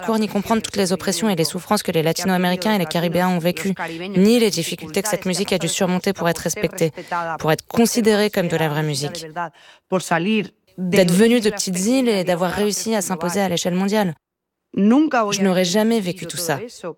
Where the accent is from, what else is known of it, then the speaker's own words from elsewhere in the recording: Spain; Je sais que je suis espagnole.